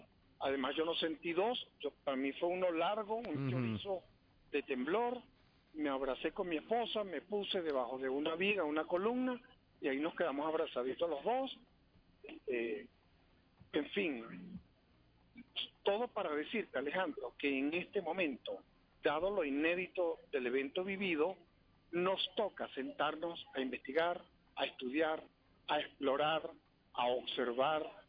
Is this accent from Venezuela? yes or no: yes; Venezuela